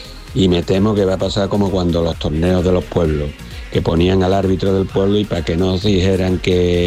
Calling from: Alcolea del Río, Andalusia, Spain; la plaza del ayuntamiento de mi pueblo, de Alcolea del Río.

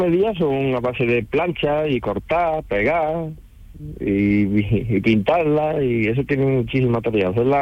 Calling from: Seville, Andalusia, Spain; yo vengo todos los días de Sevilla, hoy por ejemplo no, pero vengo todos los días de Sevilla

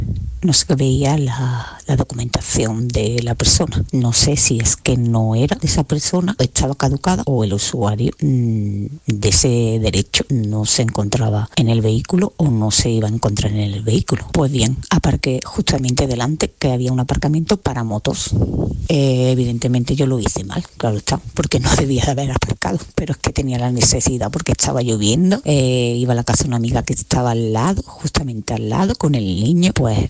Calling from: Andalusia, Spain; Soy de un pueblo de la provincia de Cádiz

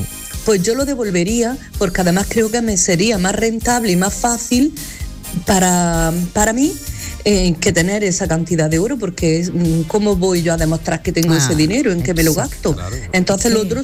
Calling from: Granada, Andalusia, Spain; de Granada.

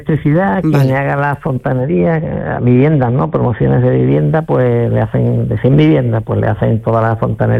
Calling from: Jerez de la Frontera, Andalusia, Spain; De aquí, de Jerez.

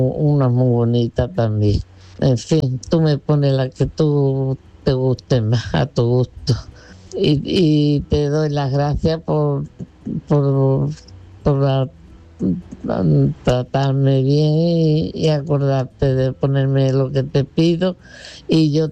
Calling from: Málaga, Andalusia, Spain; de Churriana, Málaga

